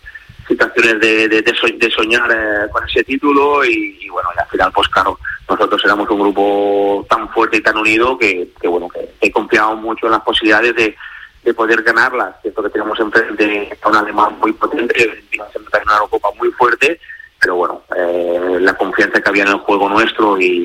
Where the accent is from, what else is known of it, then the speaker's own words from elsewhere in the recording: Spain; todos somos españoles y queremos ver a España lo más alto.